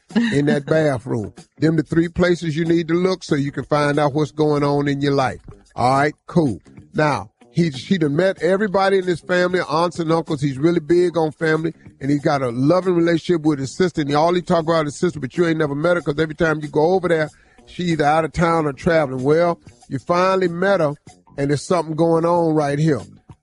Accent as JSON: {"language": "English", "town": "Welch", "region": "West Virginia", "country": "United States", "tie": "born or raised there", "said": "A little lesson on hillbillies. I grew up in Welch, West Virginia. Been around them a good part of my life."}